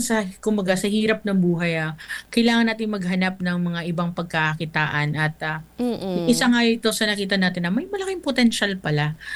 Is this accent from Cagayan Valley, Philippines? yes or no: no; Bicol Region, Philippines; dito sa Catanduanes, ano, kasi syempre taga-Catanduanes ako.